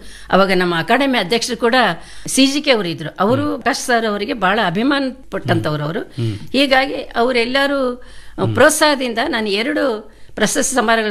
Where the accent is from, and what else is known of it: Karnataka, India